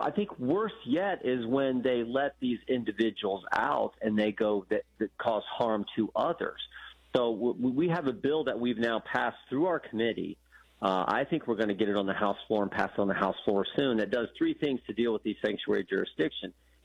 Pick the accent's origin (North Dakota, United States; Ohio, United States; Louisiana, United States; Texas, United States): Ohio, United States; no, I'm, I'm from Ohio. I just went off to the UW for 4 years of college.